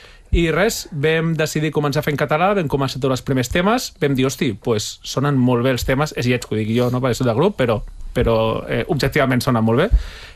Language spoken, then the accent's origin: Catalan; Barcelona, Catalonia, Spain; Mira, som tres de Barcelona i un de Puigcerdà.